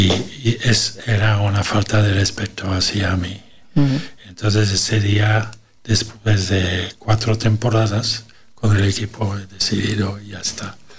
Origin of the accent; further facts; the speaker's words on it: Belgium; now in Arbúcies, Spain; eso es una cosa que conozco desde pequeño, porque Bélgica, mi tierra, nunca hubiera tenido que existir como país.